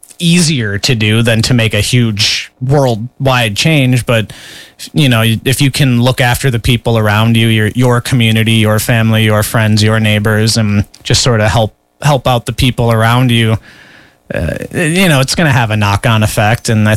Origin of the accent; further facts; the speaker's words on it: Liverpool, North West England, United Kingdom; yes, we're English, but we're Scouse before we're English, and we take care of ourselves and our town and our people.